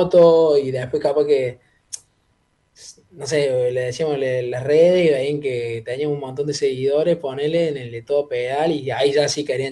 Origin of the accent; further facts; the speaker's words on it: Córdoba, Argentina; ¿de dónde vienen? De Argentina, de Córdoba.